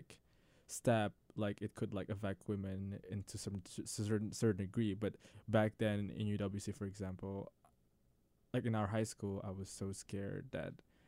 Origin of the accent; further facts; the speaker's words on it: Indonesia; moved away; for me, coming from Indonesia